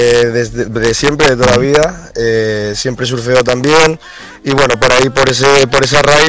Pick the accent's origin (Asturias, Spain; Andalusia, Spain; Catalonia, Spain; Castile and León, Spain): Asturias, Spain; Gijón; soy de Gijón, no de Ribadesella, no, pero hay clases en Ribadesella.